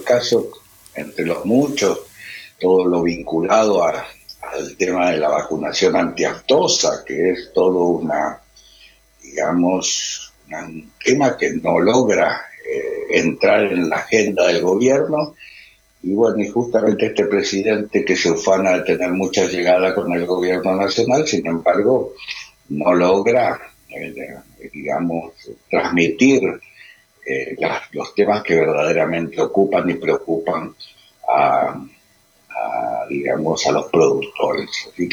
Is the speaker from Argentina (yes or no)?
yes; Argentina